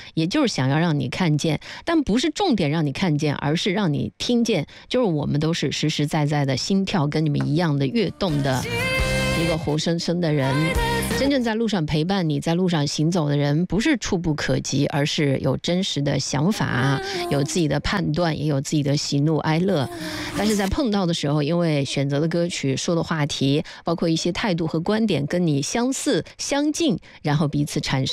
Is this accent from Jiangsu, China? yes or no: no; Ningxia, China; moved away; 你不是宁夏的吗？对，我在那里长大，但是我自己的祖籍是湖南岳阳。